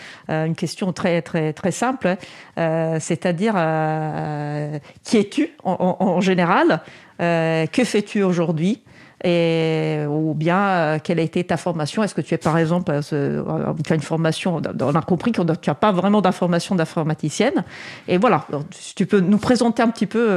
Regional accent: France; accent: French; Pardon, c'est mon accent français.

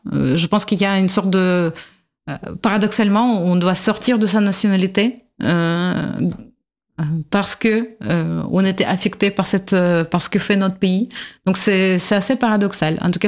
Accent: Russia; moved away; en tant que russe

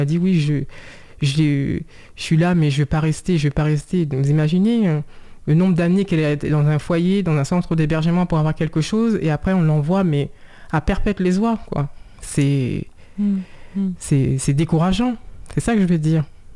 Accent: Saint-Cloud, Île-de-France, France; born there; en tant que citoyenne française, parce que je suis née en France, à Saint-Cloud, dans les Hauts-de-Seine.

